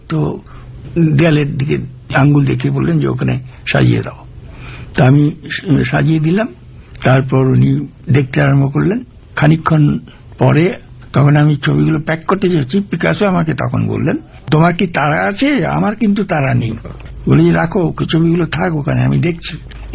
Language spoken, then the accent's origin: Bangla; Kolkata, West Bengal, India; তা আমি বললাম যে দেখো আমি তো ভারতবর্ষের লোক। ওই ভারতবর্ষ তো মস্ত বড় দেশ, তো ভারতবর্ষ কোন অঞ্চলের লোক? তো আমি বললাম যে আমি কলকাতার লোক।